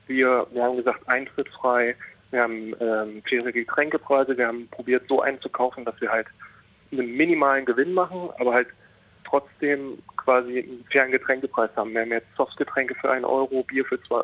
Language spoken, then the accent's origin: German; Bitterfeld-Wolfen, Saxony-Anhalt, Germany; und wir sind ja hier aus Bitterfeld-Wolfen